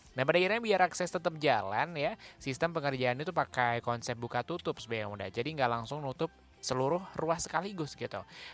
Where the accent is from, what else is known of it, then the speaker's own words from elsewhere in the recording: Malang, East Java, Indonesia; kita warga Malang yang tiap hari lewat selatan kota